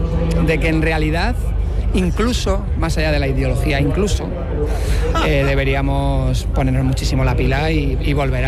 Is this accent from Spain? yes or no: yes; Rivas-Vaciamadrid, Community of Madrid, Spain; Claro, yo soy de Rivas hace 40 años era un descampado.